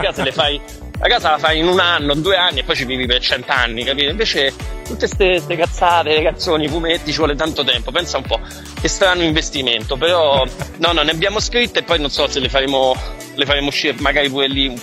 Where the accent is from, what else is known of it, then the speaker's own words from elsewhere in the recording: Rome, Lazio, Italy; Sì, servirebbe più organizzazione, ma io sono di Roma, quindi mi manca purtroppo quella roba lì della metodicità pragmatica.